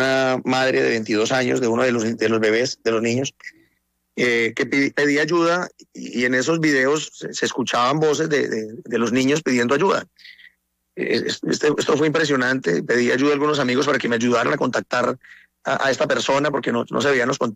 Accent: Colombia; los colombianos

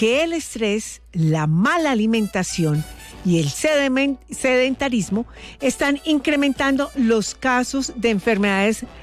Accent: Eje Cafetero, Colombia; la gente de mi tierra, del Eje Cafetero, de Caldas, Risaralda y Quindío.

